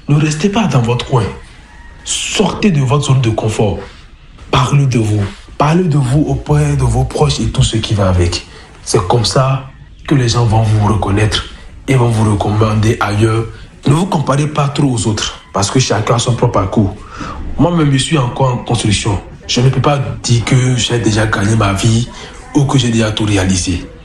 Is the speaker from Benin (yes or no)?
yes; Ouaké, Donga, Benin; organisons des visites touristiques pour leur permettre de découvrir ce que nous avons comme culture chez nous, à Ouaké.